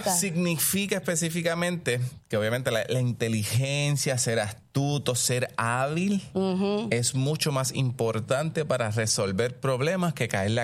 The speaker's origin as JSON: {"language": "Spanish", "town": "San Sebastián", "country": "Puerto Rico", "said": "allá de donde soy, de San Sebastián"}